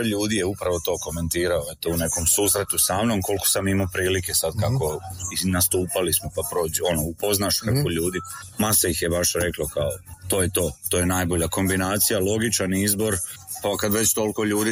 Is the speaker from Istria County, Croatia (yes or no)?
no; Valpovo, Osijek-Baranja County, Croatia; ja sam tamo iz Valpova.